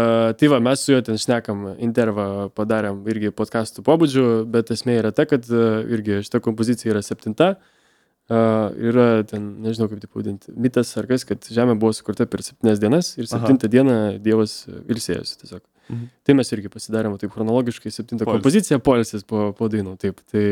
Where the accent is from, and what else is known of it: Visaginas, Utena County, Lithuania